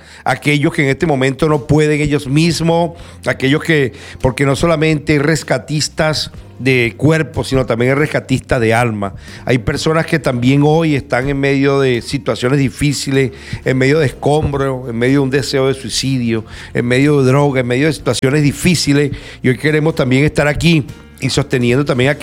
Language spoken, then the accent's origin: Spanish; Venezuela; moved away; Nosotros como venezolanos, en verdad que seguimos en luto desde ese día que comenzó.